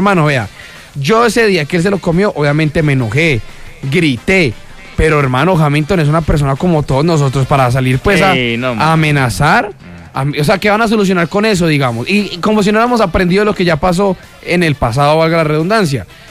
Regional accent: Colombia; Nosotros también soñábamos con seguir avanzando y sé la tristeza que hoy sentimos como colombianos.

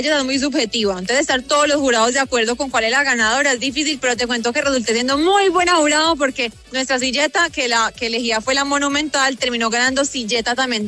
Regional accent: Antioquia, Colombia; pero ante todo soy paisa

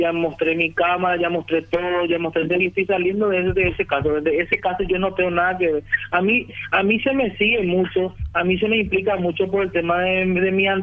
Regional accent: Caacupé, Cordillera, Paraguay; yo soy de Cacupé

